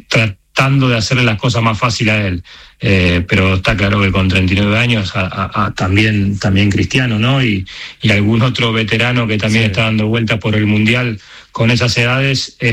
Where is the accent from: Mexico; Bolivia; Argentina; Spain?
Argentina; Y como decimos nosotros, que es un extraterrestre.